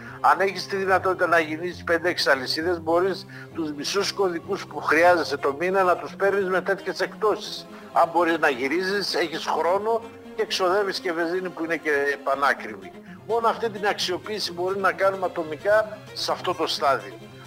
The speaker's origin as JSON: {"language": "Greek", "country": "Greece"}